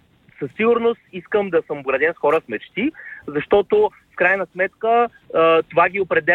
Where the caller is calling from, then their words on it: Varna, Varna Province, Bulgaria; съм от Варна.